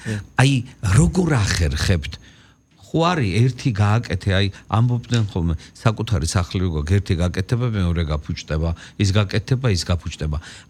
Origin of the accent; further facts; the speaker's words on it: Chiatura, Imereti, Georgia; moved away; მე ჩამოვალ ჭიათურაში და მიმასპინძლეთ ჩემს მშობლიურ ქალაქში